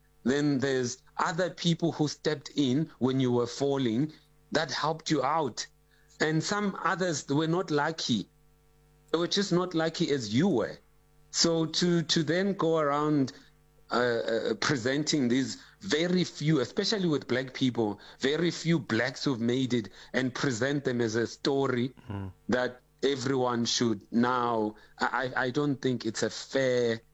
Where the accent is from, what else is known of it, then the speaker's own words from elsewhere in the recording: South Africa; he didn't know that I'm from South Africa.